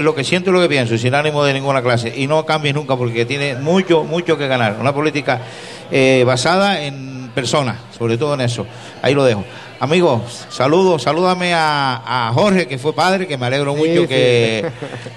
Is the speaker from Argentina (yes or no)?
no; Canary Islands, Spain; Yo soy del sur. Del sur.